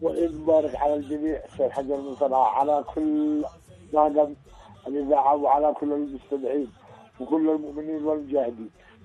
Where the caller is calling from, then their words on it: Yemen; عندنا في اليمن